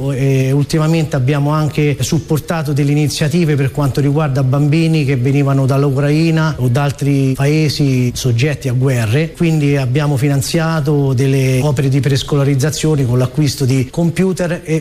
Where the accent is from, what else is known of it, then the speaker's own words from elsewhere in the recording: Ronciglione, Lazio, Italy; Invito tutti a venire a Ronciglione, soprattutto oltre a visitare le bellezze naturalistiche e paesaggistiche del nostro paese